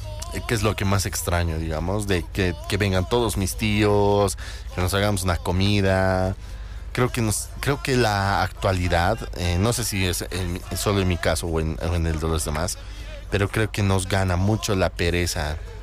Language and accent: Spanish; La Paz, Bolivia; Yo no, soy boliviano y paseño.